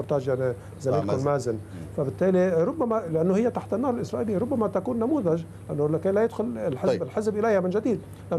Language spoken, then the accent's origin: Arabic; Lebanon; أنا كلبناني